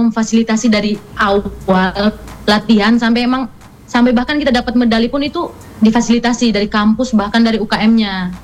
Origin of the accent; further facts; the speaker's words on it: Ende, East Nusa Tenggara, Indonesia; moved away as an adult; now in Surabaya, Indonesia; saya dari asal saya dari ND